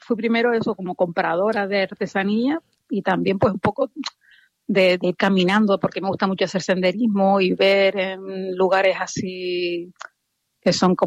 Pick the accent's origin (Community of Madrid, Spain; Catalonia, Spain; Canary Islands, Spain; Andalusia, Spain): Canary Islands, Spain; Tenerife; toda nuestra historia indígena yo que soy de Tenerife